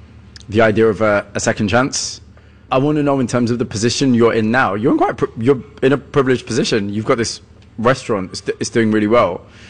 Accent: Pakistan; So I'm Pakistani.

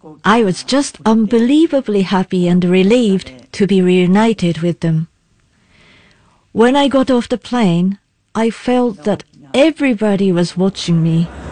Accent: Sado, Niigata, Japan; born or raised there; moved away; also born or lived in North Korea

